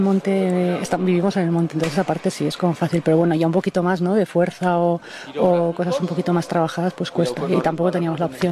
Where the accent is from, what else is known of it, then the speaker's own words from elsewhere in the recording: Pamplona, Navarre, Spain; now in Villanueva, Spain; No, yo soy de Pamplona, pero vivo en Villanueva.